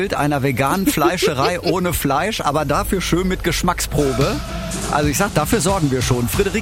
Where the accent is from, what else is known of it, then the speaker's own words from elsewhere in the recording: Bad Münstereifel, North Rhine-Westphalia, Germany; Und ich kann Ihnen jetzt schon sagen, bei uns in Münstereifel, da sind die Spießbratenwürstchen ein Knaller für die Grillrunde.